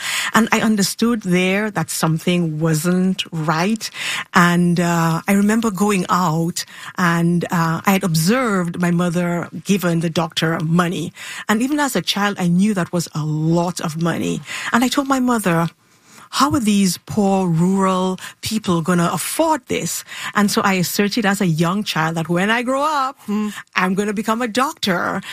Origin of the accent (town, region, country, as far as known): Dominica; born or raised there